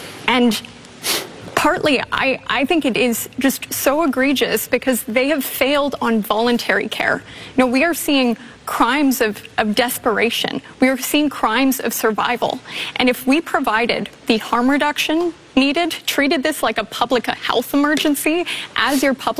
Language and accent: English; Victoria, British Columbia, Canada; Yeah, growing up in Victoria